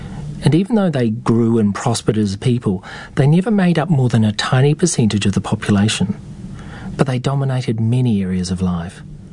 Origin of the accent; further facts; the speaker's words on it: New Zealand; now in Australia; As a Kiwi who lives in Australia